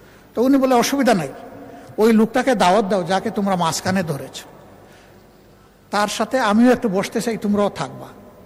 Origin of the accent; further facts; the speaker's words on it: Moulvibazar, Sylhet Division, Bangladesh; born there; also born or lived in Sunamganj; আমি সিলেটের মানুষ, চাকরি করেছি সুনামগঞ্জ, আমার বাড়ি মৌলভীবাজার, বিয়ে করেছি সিলেট জেলায়, তিনটা জেলা আমার খাবার হয়েছে।